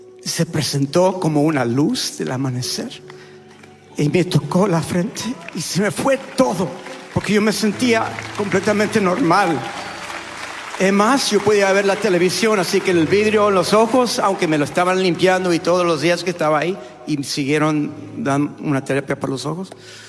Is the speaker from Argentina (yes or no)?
yes; Argentina; Soy medio gringo. Gringo argentino.